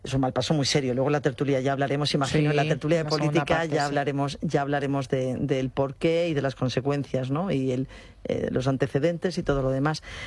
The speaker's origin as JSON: {"language": "Spanish", "region": "Ceuta", "country": "Spain", "said": "No soy la única, somos muchos los ceutíes. Somos muy pro-Ceuta"}